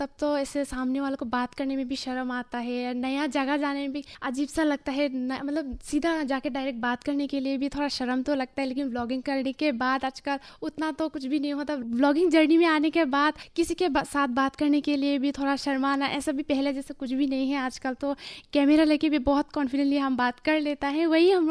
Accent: Mahur, Assam, India; मैं माहौर से बिलोंग करती हूँ

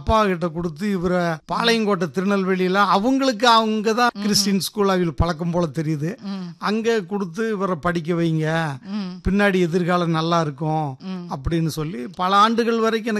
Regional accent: Ramapuram, Tamil Nadu, India; என்னுடைய சொந்த ஊர் வந்து சத்தியமங்கலத்து பக்கத்துல ராமாபுரம் அப்படிங்கிற ஒரு கிராமம். அப்புறம் அங்கதான் வந்து நான் ஒரு 7 வயது வரைக்கும் நல்ல பார்வை தெரிஞ்சு அங்கதான் படிச்சுட்டு.

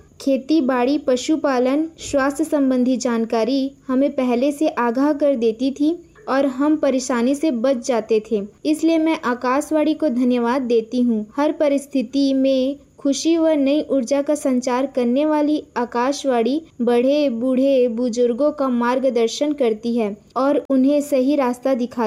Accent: Raigarh, Chhattisgarh, India; word Dadar Raigarh की निवासी हूँ और रेडियो बचपन से सुनती आ रही हूँ

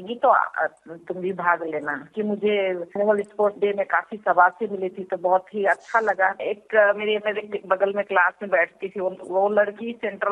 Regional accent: Ramsiri, Jharkhand, India; also born or lived in Mahuadanr; मैं मेरे गांव से, रामसिरी गांव है, वहां से महुआनार जब बोर्डिंग स्कूल में मेरी दाखिला हुई

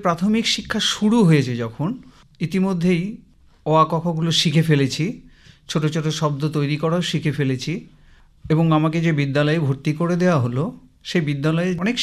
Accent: Jalpaiguri, West Bengal, India; আমার জন্ম জলপাইগুড়িতে, 1949 সালের 2রা জুলাই

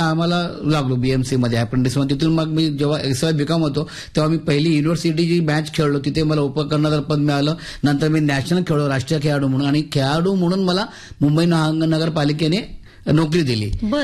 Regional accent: Mumbai, Maharashtra, India; मी ज्या भागात वाढलो, लालबाग परळ, मला माझ्या काकाने 5 वर्षात असताना मुंबईला आणला आणि त्यांनी माझ्या आयुष्याला आकार दिला.

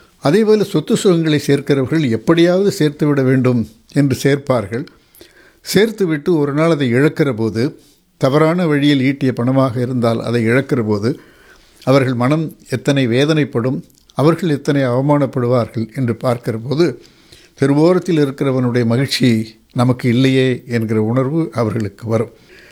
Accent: Ervadi, Tamil Nadu, India; moved away; எங்கள் சொந்த ஊருக்கு ஏர்வாடிக்கு செல்லுகிற போது

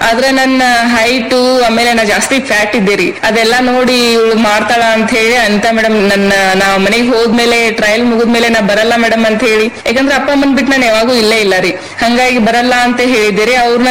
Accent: Karnataka, India; ಮನೆಯಿಂದ ಹೊರಗ್ ಬಿದ್ದಿದ್ದೆ ಬಂದಿದ್ದೆ ಬಾಗಲಕೋಟೆ ರೀ. ಅದು ಬಿಟ್ರೆ ನಾನು ಎಲ್ಲೂ ಅಲ್ಲೇ ನಮ್ಮ ಊರ್ ನಿಯರ್ ಜಮಖಂಡಿ ಅಂತ ಹೇಳಿ ನಮ್ ತಾಲೂಕ್ ರೀ

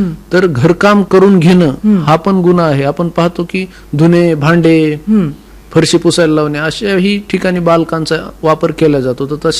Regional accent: Beed district, Maharashtra, India

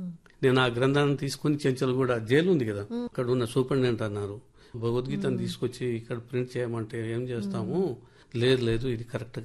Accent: Bhuvanagiri, Telangana, India; నాది నల్గొండ డిస్ట్రిక్ట్ భువనగిరి, భువనగిరి అయితే పాత నల్గొండ మా డిస్ట్రిక్ట్ అదే.

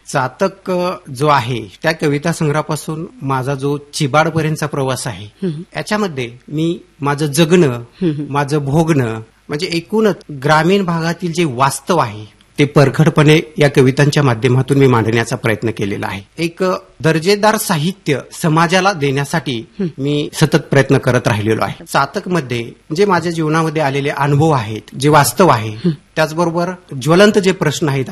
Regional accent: Godgaon, Maharashtra, India; born or raised there

